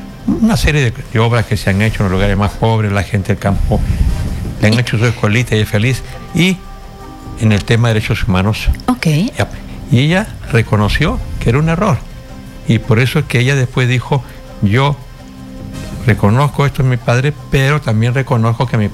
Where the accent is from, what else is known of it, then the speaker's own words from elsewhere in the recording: Peru; Aspiro, como peruano, a que haga un buen gobierno.